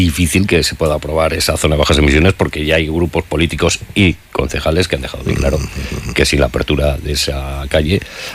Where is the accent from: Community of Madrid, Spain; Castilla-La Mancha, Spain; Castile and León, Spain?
Castile and León, Spain; Somos de Castilla y León